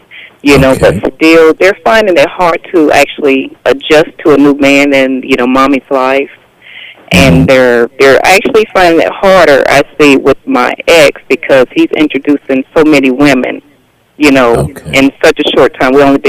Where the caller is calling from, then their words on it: Fayetteville, North Carolina, United States; I'm calling from Fayetteville, North Carolina.